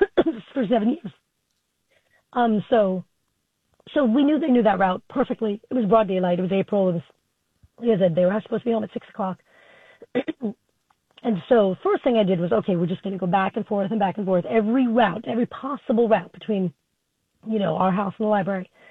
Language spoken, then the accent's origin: English; Flushing, New York, United States; I grew up in Flushing. I'd walk home from the park all the time